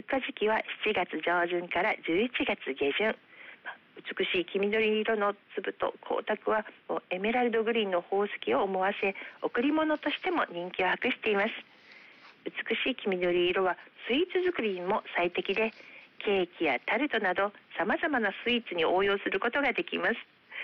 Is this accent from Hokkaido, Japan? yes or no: no; Okayama, Japan; 私たち岡山っ子は親しみを込めてアレキと呼んでいます。